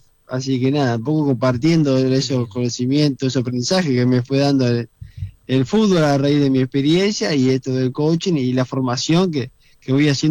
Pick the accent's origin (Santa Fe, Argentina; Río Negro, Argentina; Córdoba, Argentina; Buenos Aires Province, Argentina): Santa Fe, Argentina; Reconquista; Tenemos un club en Reconquista, en mi ciudad, donde yo soy de ahí, de Argentina